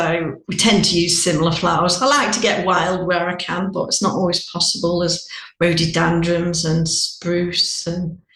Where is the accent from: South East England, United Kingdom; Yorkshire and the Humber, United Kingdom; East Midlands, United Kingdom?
East Midlands, United Kingdom; Tissington; Well, I was brought up in Tissington, and as a kid, you just go in and dabble in a bit and doing a bit.